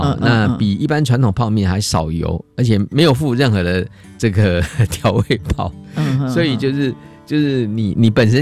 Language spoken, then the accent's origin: Chinese; Taiwan; 对对，我在台湾长大，我居然不知道有公主面、